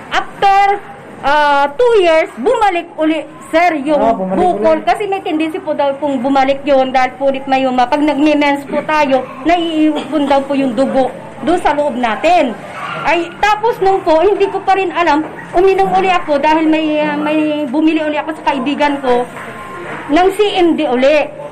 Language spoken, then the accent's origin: Tagalog; Mansalay, Oriental Mindoro, Philippines; taga Santa Brida, Mansalay, Oriental, Mindoro.